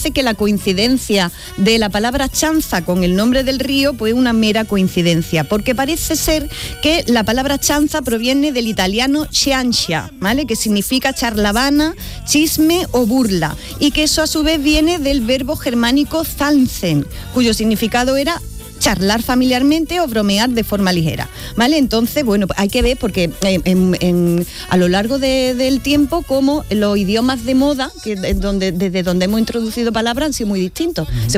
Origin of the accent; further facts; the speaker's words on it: Jaén, Andalusia, Spain; Yo como soy de Jaén, a mí los ríos. Yo veo un río y me tiro.